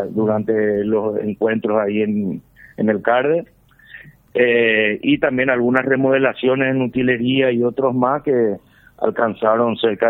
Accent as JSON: {"language": "Spanish", "country": "Paraguay"}